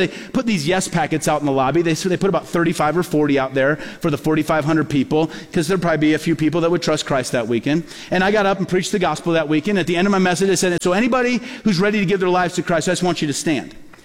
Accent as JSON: {"language": "English", "town": "Peoria", "region": "Illinois", "country": "United States", "tie": "born or raised there"}